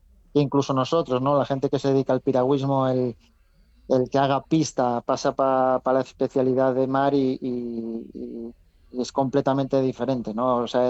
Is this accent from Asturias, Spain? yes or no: yes; Ribadesella, Asturias, Spain; yo soy de Ribadesella y entreno en Ribadesella